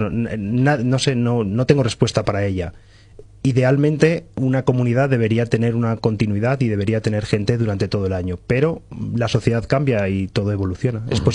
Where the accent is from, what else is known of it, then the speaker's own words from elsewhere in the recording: Babón, Spain; Por desgracia, en mi pueblo, en los años 90 se cerró la escuela. Yo fui uno de esos últimos chavales que fueron a la escuela en Babón